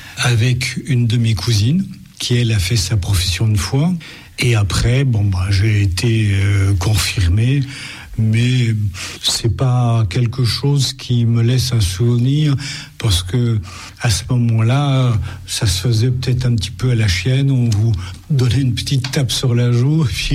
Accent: Grand Est, France; Puisque moi je suis lorrain, fier d'être lorrain, et je mourrai lorrain.

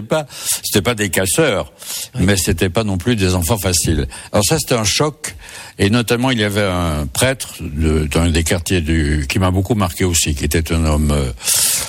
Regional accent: Saint-Étienne, Auvergne-Rhône-Alpes, France; je suis originaire d'une ville en sinistrée qui est Saint-Étienne, qui jadis était une ville quand j'étais enfant très prospère, qui aujourd'hui est au, je dirais pas au fond du gouffre

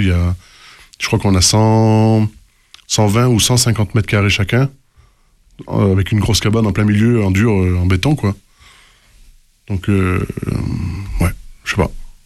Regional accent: France; fait un bail qu'on est français.

